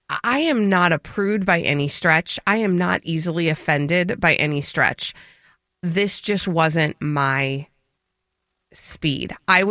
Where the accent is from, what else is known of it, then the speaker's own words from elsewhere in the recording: Minnesota, United States; I am a Minnesotan